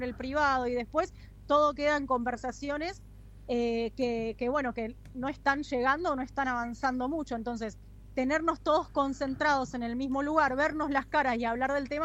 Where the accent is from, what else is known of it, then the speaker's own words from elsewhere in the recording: Argentina; como argentinos todos conocemos, digamos, que tenemos recursos finitos para muchas cosas.